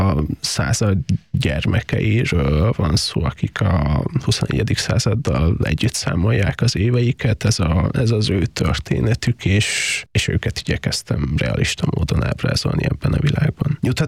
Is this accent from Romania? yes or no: yes; Transylvania, Romania; a saját Erdélyhez való viszonyomnak és a szülőföldemmel kapcsolatos érzéseimnek